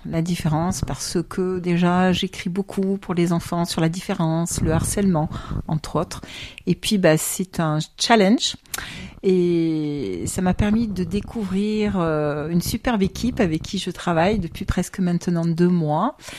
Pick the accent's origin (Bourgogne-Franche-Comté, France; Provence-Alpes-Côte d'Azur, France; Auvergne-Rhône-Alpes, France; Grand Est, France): Provence-Alpes-Côte d'Azur, France; Digne; born there; Déjà, je suis née à Digne. 4e génération, et c'est aussi pour ça que j'ai accepté, parce que c'est ma ville, c'est ma ville de naissance